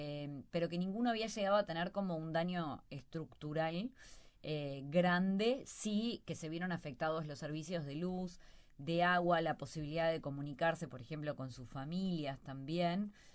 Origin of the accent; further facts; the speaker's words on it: Uruguay; uno no esperaba nunca estas cosas, menos como uruguayos, que es algo a lo que no estamos acostumbrados